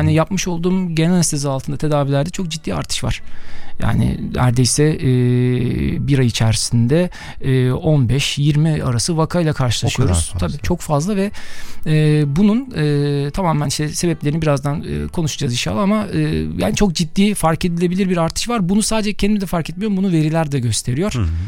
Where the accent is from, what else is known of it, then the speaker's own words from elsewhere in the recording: Ankara, Turkey; born there; moved away as an adult; also born or lived in Zonguldak; now in Eskişehir, Turkey; 1983 yılında Ankara'da doğdum. 2006 yılında lisansımı yine Ankara Üniversitesi'nde tamamladım.